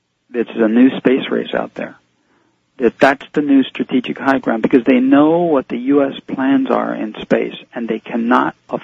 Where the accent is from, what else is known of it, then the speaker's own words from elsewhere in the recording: United States; I'm an American.